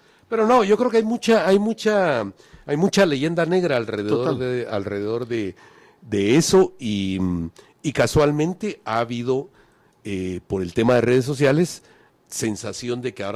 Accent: Guatemala

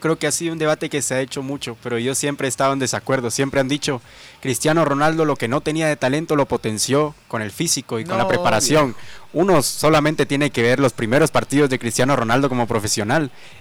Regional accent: Guatemala

